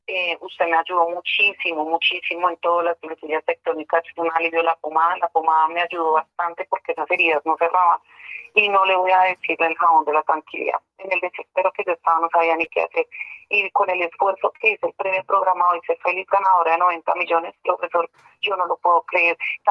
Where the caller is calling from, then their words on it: Cajicá, Cundinamarca, Colombia; Estoy llamando de acá, de Cajicá, Cundinamarca.